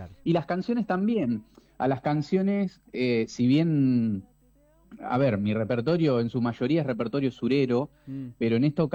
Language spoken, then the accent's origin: Spanish; General Belgrano, Buenos Aires Province, Argentina; moved away as an adult; also born or lived in La Plata; Yo soy de Los Cerrillos, que es una estancia acá cerca. Viajé toda la vida a General Belgrano al colegio. Cuando terminé el colegio me fui a vivir a La Plata para estudiar en Bellas Artes composición.